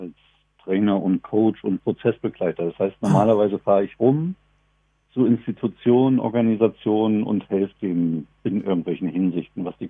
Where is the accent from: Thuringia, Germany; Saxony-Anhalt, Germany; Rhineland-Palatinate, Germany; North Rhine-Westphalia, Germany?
Saxony-Anhalt, Germany; Dessau; Nee, das war in Dessau, wo ich herkomme.